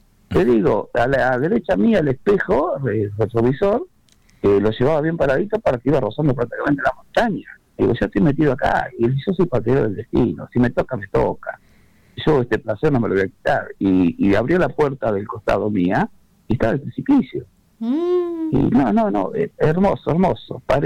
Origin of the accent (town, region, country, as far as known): Argentina